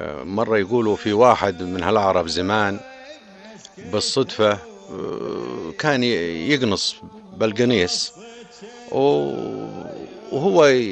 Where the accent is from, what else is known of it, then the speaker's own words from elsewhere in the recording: Jordan; ونتعامل معهم أخواننا أيضا السوريين الموجودين عندنا بالأردن